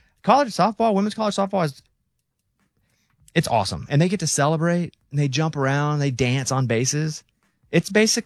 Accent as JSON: {"language": "English", "region": "Arkansas", "country": "United States", "tie": "born or raised there", "said": "And growing up in Arkansas, we're taught to hate the University of Texas."}